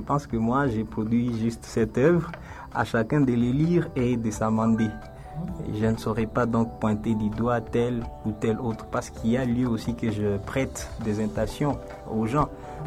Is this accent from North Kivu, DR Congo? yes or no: yes; Butembo, North Kivu, DR Congo; chez nous, à Boutembo, au Nord Kivu, en RDC